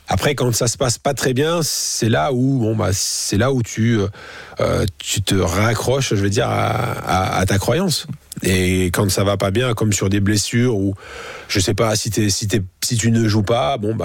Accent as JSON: {"language": "French", "town": "Reims", "region": "Grand Est", "country": "France", "tie": "born there", "said": "Je viens d'une famille qui est catholique, Portugal, France. Vous l'avez dit, je suis né à Reims."}